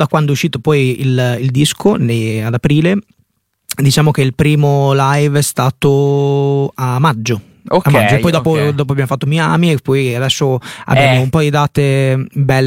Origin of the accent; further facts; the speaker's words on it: Cesena, Emilia-Romagna, Italy; però vengo